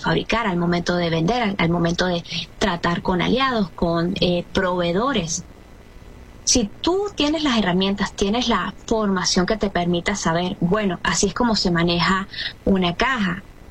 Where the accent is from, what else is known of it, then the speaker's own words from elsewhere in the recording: Venezuela; lo que somos como venezolanos